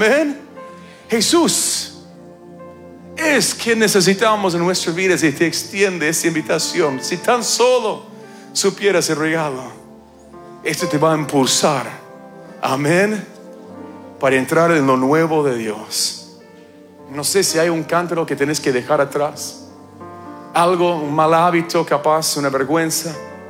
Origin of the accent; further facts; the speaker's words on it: Canada; Yo vengo de Canadá, que hace un frío bárbaro.